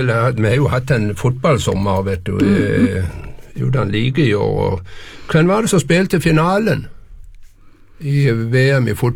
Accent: Moi, Rogaland, Norway; Jeg kommer fra Møye, Rogaland, jeg.

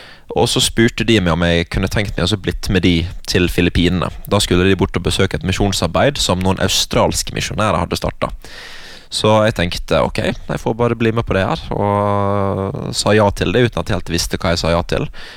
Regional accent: Western Norway, Norway; for jeg er vestlending, jeg vil ha 15 grader og litt regn

